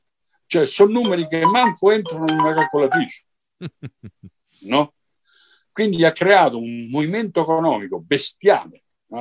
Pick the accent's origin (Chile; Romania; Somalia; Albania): Chile; sì, certo, è un mio paese